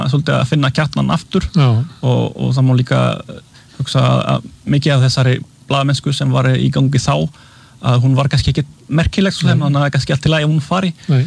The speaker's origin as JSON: {"language": "Icelandic", "region": "Massif Central", "country": "France", "tie": "born or raised there", "second_language": "Icelandic", "said": "Já, ég frá litlu þorpi í suðaustur Frakklandi. Í Massif Central sem svona fjallgarður. Í rauninni vestan við Alpana. Í litlum bæ, svona cirka 2000 manna bæ."}